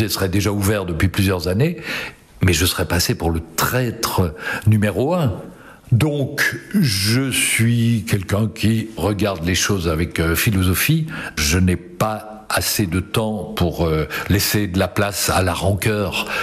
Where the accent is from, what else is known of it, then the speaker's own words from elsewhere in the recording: Brussels, Brussels-Capital Region, Belgium; born there; je suis né à Bruxelles, je vis à Bruxelles, le chat est belge